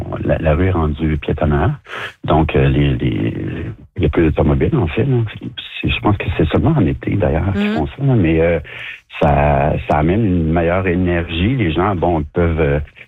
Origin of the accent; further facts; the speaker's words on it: Montreal, Quebec, Canada; moved away; je suis Montréalais d'origine